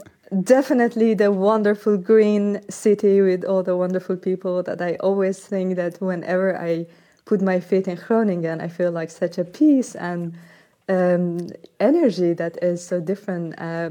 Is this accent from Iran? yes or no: yes; Iran; English is a second language; now in Netherlands; resonates with me personally and resonates with people in Gaza and people in Lebanon and people in Iran, my home country.